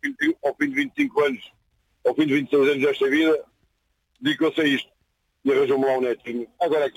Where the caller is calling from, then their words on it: Lisbon, Portugal; Moro aqui em Campo Lido.